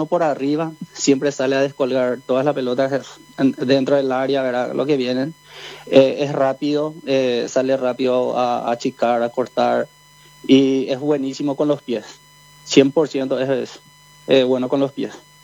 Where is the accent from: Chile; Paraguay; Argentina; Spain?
Paraguay; Ñemby, Central; somos de Ñemby.